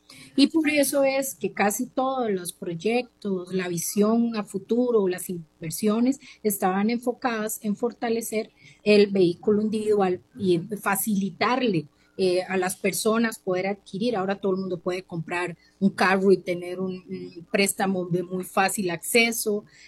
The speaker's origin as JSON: {"language": "Spanish", "country": "Costa Rica"}